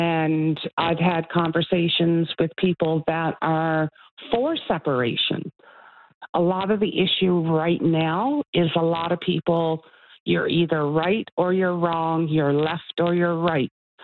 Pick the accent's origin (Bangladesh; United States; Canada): Canada; Stephenville, Newfoundland and Labrador; moved away as an adult; also born or lived in Nova Scotia / Winnipeg; now in Fort McMurray, Canada; I was born and raised in Stephenville, and I moved to Fort McMurray the 26th of June, 1988, fresh out of high school, and right straight to Fort McMurray. I left and I went to Nova Scotia. I went to Winnipeg